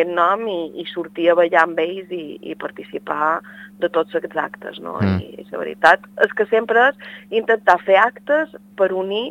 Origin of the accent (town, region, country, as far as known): Sencelles, Balearic Islands, Spain